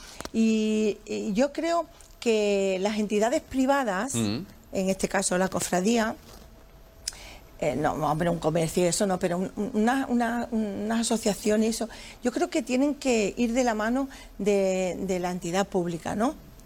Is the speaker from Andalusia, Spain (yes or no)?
yes; San Fernando, Andalusia, Spain; also born or lived in Chiclana; soy de Tres Caminos.